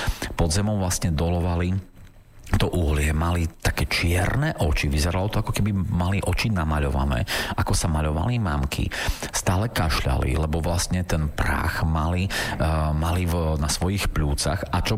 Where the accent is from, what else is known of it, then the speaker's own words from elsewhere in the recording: Bardejov, Prešov Region, Slovakia; Ja napríklad pochádzam z Bardejova, to som hovoril, z takého malého mestečka, kde nie je žiadna továra, nie je tam naozaj čistý vzduch.